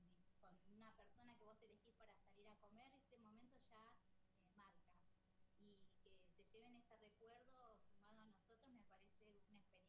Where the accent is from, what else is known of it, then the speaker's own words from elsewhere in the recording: Zapala, Neuquén, Argentina; de Zapala, Prana es mi emprendimiento gastronómico.